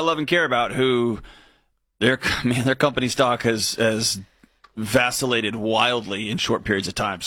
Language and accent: English; Houston, Texas, United States; born or raised there